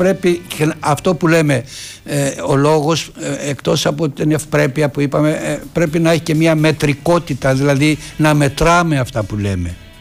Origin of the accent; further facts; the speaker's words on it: Greece; Είμαι από τους Έλληνες που δεν λέω ότι γνωρίζω τα πάντα.